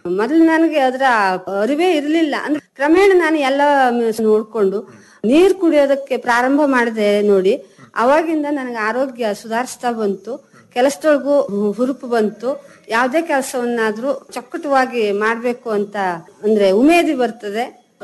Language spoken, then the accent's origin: Kannada; Karnataka, India; ನಾವು ಮಲೆನಾಡಿನವರು ಅಂತ ಗೊತ್ತಾದಾಗ